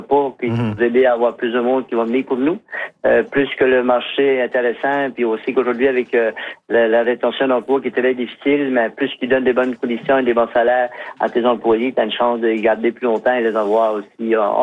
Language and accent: French; Îles-de-la-Madeleine, Quebec, Canada; nous autres, on sait qu'on est de la Madeleine, on est insulaire, ça fait que ça coûte le coût de la vie, coûte un peu plus cher.